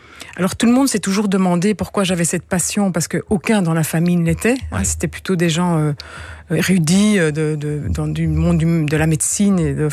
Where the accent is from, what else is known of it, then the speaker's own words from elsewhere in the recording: Louvain-la-Neuve, Wallonia, Belgium; also born or lived in Brussels; je suis bruxelloise à la base, mais on habitait du côté de Louvain-la-Neuve dès le début.